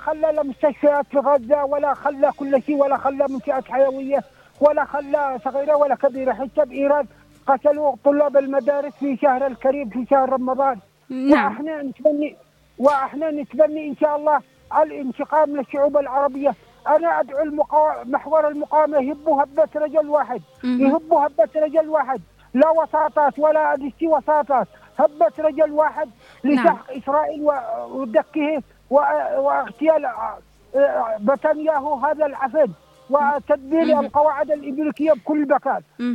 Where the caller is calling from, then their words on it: Ibb, Yemen; محافظة إب.